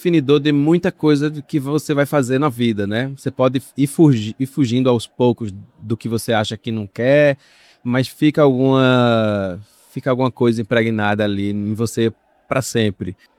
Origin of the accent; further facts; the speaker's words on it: Serra Talhada, Pernambuco, Brazil; born there; moved away; onde nasceu Lampião também, tem toda a história do Chachado, enfim, tem muita coisa que acontece por ali, sou de Serra Talhada.